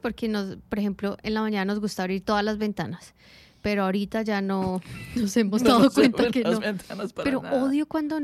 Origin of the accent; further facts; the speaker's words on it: Bogotá, Colombia; A mí me costó un tiempo acostumbrarme porque de donde vengo, de Bogotá, es siempre una sola temporada.